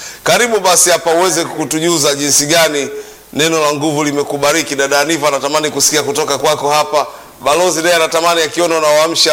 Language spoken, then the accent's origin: Swahili; Bunda, Mara, Tanzania; Nyasula, Nyasula hapo mimi ni mwenyeji kabisa hapo.